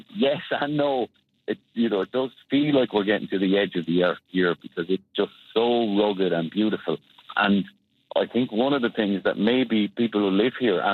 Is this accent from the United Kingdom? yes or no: no; Waterford, Munster, Ireland; I come from Waterford in Ireland, and the connection between Waterford and St. John's is massive.